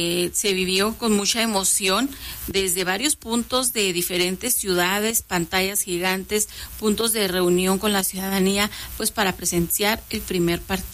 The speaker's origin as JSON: {"language": "Spanish", "country": "Mexico", "said": "Claro, de verdad que sí, somos mexicanos"}